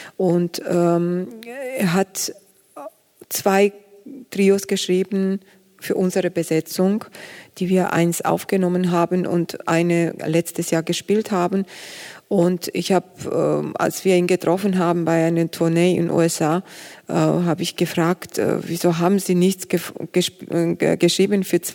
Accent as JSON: {"language": "German", "country": "Georgia", "second_language": "German", "said": "Genau, und das, das ist für mich, also Georgien ist meine Heimat und deswegen war das auch sehr wichtig für mich und klar auch."}